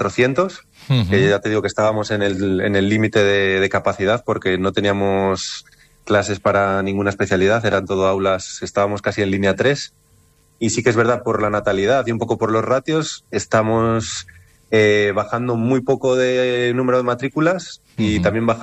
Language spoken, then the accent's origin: Spanish; León, Castile and León, Spain; moved away as an adult; now in Asturias, Spain; yo no soy de Asturias, vine hace 6-7 años, uh-huh, pero claro, estudié en la escuela pública, le tengo mucho cariño a mi colegio, al Colegio Público San Claudio de León, a mi instituto también, el Padre Isla de León